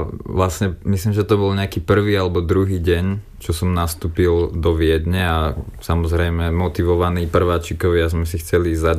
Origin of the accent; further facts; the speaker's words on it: Žilina Region, Slovakia; Takže Katovice boli pre mňa jedna vec, že veľmi blízko, lebo ja som z Oravy a mám to možno nejakú hodinu a pol tam. Vlastne kúsoček od hraníc.